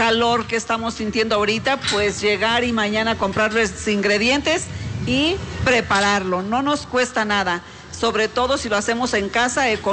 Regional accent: Mexico; qué fuertes somos los mexicanos, qué grandiosa es nuestra patria

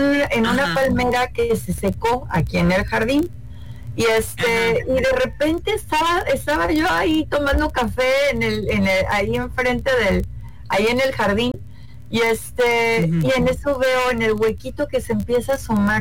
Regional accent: Tabasco, Mexico; muy orgullosa de ser tabasqueña, muy orgullosa de ser tabasqueña

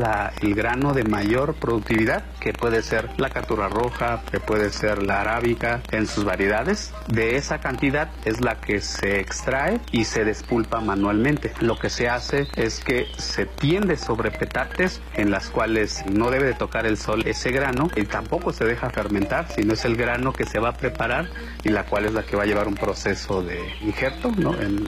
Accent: Tanetze de Zaragoza, Oaxaca, Mexico

